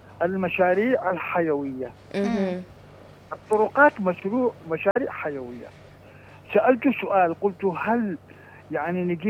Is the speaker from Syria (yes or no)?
no; Aden, Yemen; يعني أنا من عدن